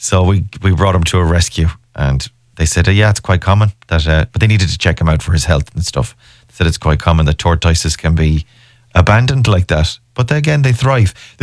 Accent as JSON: {"language": "English", "country": "Ireland", "said": "because obviously we're Irish and we're the president, so we've got the presidency."}